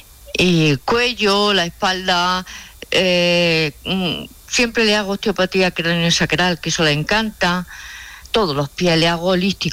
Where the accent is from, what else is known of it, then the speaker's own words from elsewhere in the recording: Jaén, Andalusia, Spain; Yo soy andaluza, soy de Jaén, pero ya llevo aquí muchos años. Ya hace años que estoy aquí.